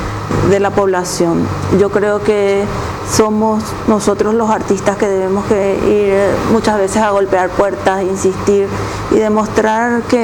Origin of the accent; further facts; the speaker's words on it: Coronel Oviedo, Caaguazú, Paraguay; born there; now in Asunción, Paraguay; yo nací en Coronel Oviedo